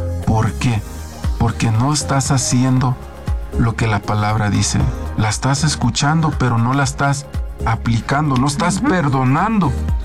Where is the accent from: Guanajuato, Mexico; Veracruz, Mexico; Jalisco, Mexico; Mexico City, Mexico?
Guanajuato, Mexico; A mí me gusta mucho la banda porque soy de Guanajuato.